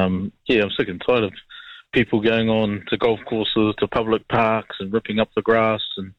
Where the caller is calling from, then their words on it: New Zealand; So as a New Zealander